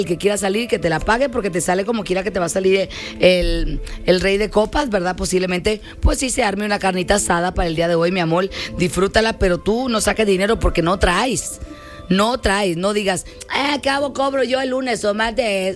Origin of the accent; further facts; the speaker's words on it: Venezuela; después de que la predicción se la doy aquí en el 811-2200925.